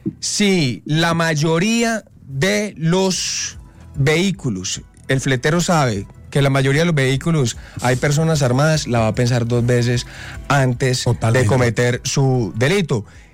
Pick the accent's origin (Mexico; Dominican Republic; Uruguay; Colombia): Colombia; Cali, Valle del Cauca; Claro, un saludo aquí a toda mi tierra, Cali, el Valle del Cauca.